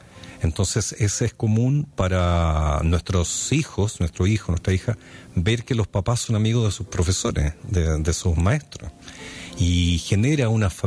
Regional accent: Chile; Y después el 18 de septiembre, en donde es una fecha que nosotros como chilenos tenemos el desafío de hacerla un poco más visible también

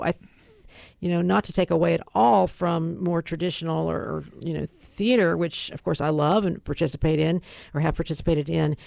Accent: Durham, North Carolina, United States; Well, I was born and raised in Durham, and never left.

